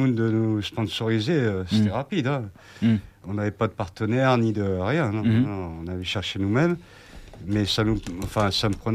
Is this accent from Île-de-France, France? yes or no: yes; Paris, Île-de-France, France; now in Bordeaux, France; Moi, je suis plutôt natif de Paris, tu vois. C'est pour ça que j'ai un peu fort en gueule. Mais ouais, je suis arrivé avec mon père, quoi, et son travail en 76.